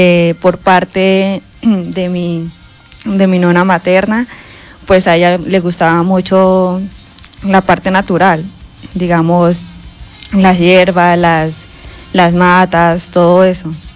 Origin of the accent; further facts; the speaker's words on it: Barrancabermeja, Santander, Colombia; moved away; nosotros somos nacidos y criados allá en Barranca.